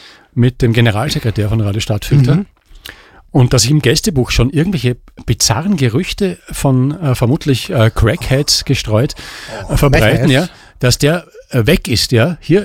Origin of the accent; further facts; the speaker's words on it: Vienna, Austria; Aber ich hasse es dort speziell, weil es halt dort ist, wo ich herkomme und so.